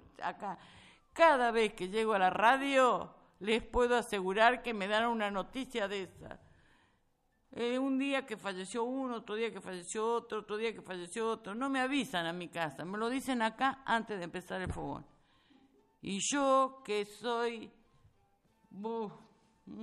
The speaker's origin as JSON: {"language": "Spanish", "town": "Quenumá", "region": "Buenos Aires Province", "country": "Argentina", "tie": "born there", "said": "en mi pueblo, en Quenumá"}